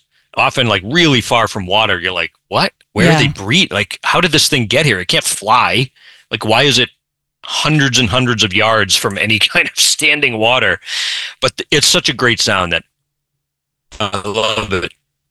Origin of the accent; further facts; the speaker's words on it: Brockton, Massachusetts, United States; I'm from Brockton.